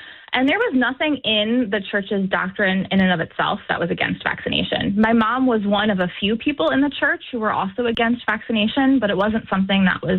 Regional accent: Thomaston, Connecticut, United States; I was raised in Northwest Connecticut in a small town called Thomaston.

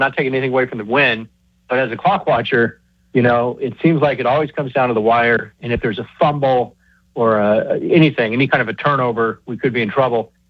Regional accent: Colorado, United States; I'm from Colorado. I come there regularly.

